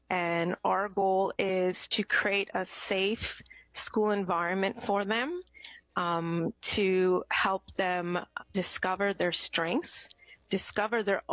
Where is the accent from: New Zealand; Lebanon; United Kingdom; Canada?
Canada; now in Winnipeg, Canada; I'm a first-generation Canadian